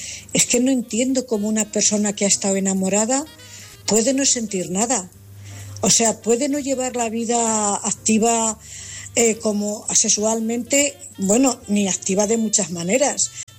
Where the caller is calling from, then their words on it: Cuenca, Castilla-La Mancha, Spain; Buenas noches … corresponsal de Cuenca.